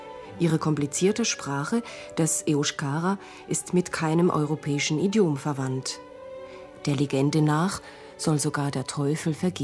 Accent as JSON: {"language": "German", "country": "France"}